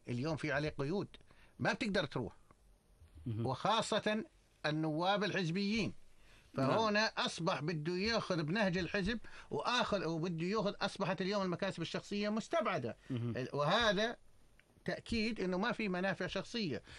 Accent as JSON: {"language": "Arabic", "country": "Jordan", "said": "تعرف أنه أن إحنا نشمية أردنية من حزب الأمة بتمثل المملكة الأردنية"}